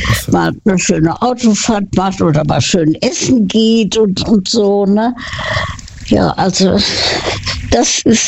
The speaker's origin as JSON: {"language": "German", "region": "Saarland", "country": "Germany", "said": "Ich komme aus dem Saarland."}